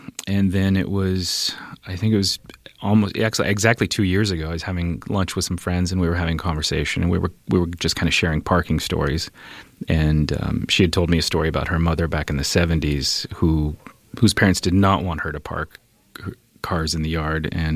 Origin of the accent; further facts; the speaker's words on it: Des Moines, Iowa, United States; also born or lived in Osceola, Iowa; I grew up in Des Moines up until high school, and then moved to a small town south of Des Moines, Osceola, Iowa. But growing up on the east side